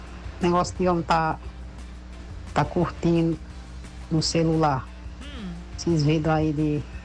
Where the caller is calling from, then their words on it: Bodocó, Pernambuco, Brazil; Eu tô falando de Bodocó.